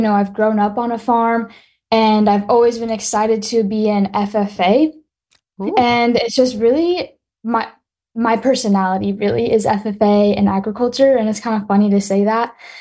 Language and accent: English; Illinois, United States; I am from Monroe County in Illinois, which is just about 40 minutes away from St. Louis. And it's pretty much a very rural community that also has that urban side since we are so close to the city.